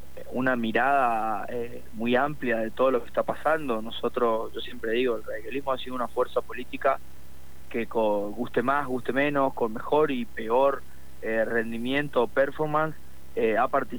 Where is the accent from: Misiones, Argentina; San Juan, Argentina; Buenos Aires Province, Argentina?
Misiones, Argentina; también somos argentinos